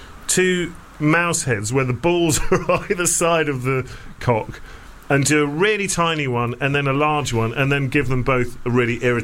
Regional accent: England, United Kingdom; I think being English and growing up watching Carry On films.

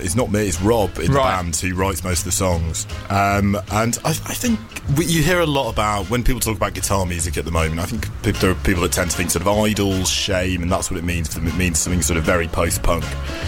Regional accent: South East England, United Kingdom; We're from sort of all over the country. Al's from Leeds, Henry's from Cornwall, I'm sort of from Kent and things like that.

